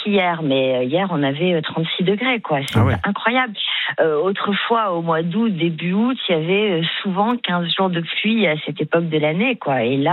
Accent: Sestas, Nouvelle-Aquitaine, France; born there; now in Normandy, France; cette belle forêt que je connais bien, puisque moi j'y suis née, le feu s'est arrêté à Sestas, c'est mon village natal.

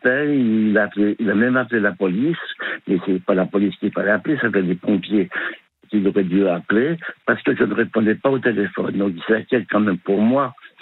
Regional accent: Brittany, France; Et puis moi, je suis breton, donc je vais t'enterrer en Bretagne.

